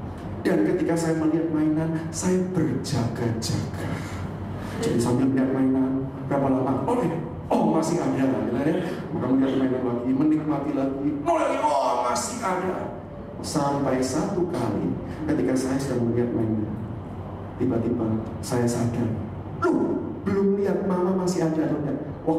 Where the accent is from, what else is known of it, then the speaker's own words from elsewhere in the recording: Surabaya, East Java, Indonesia; Seringkali kalau di Surabaya, saya dari Surabaya, yang ada dari Surabaya, salam hangat sesama arek Surabaya. Jangan lupakan kota tercinta, kota pahlawan ya.